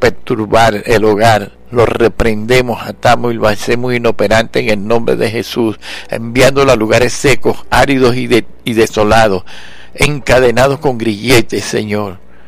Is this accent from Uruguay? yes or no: no; Venezuela; las familias de Venezuela, por todos aquellos que hacen vida en mi tierra